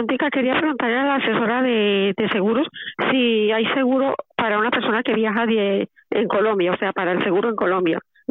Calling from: Madrid, Community of Madrid, Spain; Soy de Madrid.

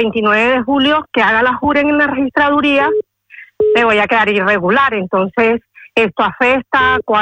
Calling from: Madrid, Community of Madrid, Spain; me comunico desde Madrid

